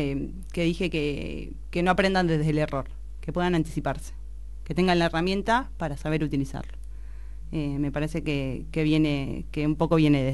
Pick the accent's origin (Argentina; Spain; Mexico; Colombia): Argentina; yo creo que nosotros como argentinos estamos súper super preparados